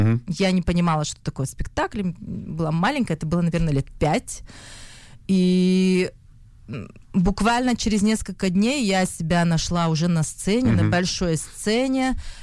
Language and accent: Russian; Irkutsk, Irkutsk Oblast, Russia; born there; Родилась я в Сибири. В городе Иркутск. У меня есть еще две сестры. Мама, папа. И мы жили...